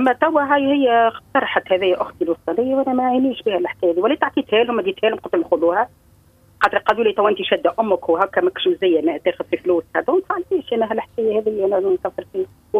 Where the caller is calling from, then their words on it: Tunisia; أنا من تونس.